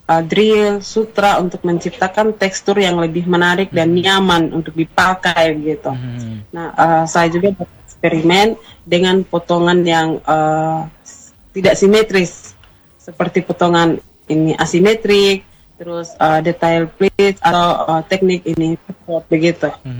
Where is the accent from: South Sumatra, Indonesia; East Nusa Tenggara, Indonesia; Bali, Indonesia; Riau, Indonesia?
East Nusa Tenggara, Indonesia; Sumba; Walaupun saya sebagai orang Sumba